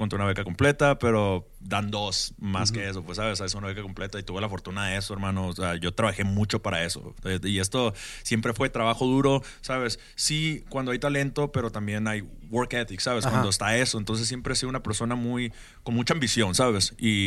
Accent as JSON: {"language": "Spanish", "region": "Sinaloa", "country": "Mexico", "said": "Venimos desde Sinaloa, México, viejo."}